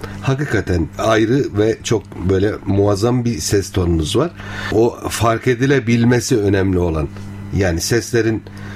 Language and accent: Turkish; Samsun, Turkey; born there; 1979 yılında Samsun'da doğdum.